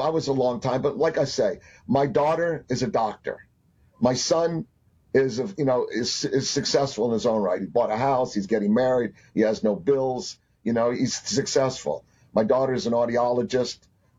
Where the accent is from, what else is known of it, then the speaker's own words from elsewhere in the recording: Florida, United States; the book is a story about a kid growing up in Florida, and it tells my backstory